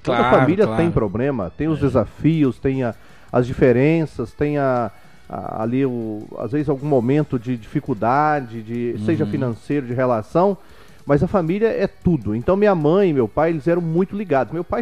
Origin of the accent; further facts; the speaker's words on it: Durandé, Minas Gerais, Brazil; born there; moved away; Eu sou natural de Durandé, quando eu nasci era Manhumirim, o município Durandé era distrito, em 1992 passou a município, na época era 5 mil habitantes, hoje tem média de 8 mil habitantes